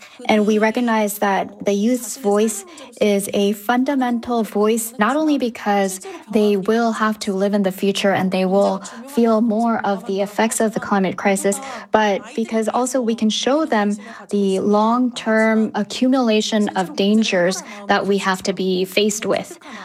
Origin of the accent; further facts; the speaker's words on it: Seoul, South Korea; I was born and raised in Seoul, which is a very densely populated city.